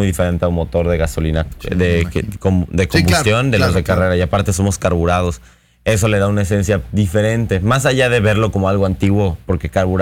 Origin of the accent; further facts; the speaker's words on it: Yucatán, Mexico; somos el único yucateco corriendo la categoría